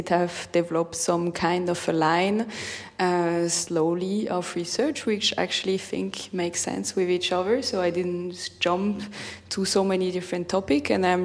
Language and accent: English; Grand Est, France; born or raised there; English is a second language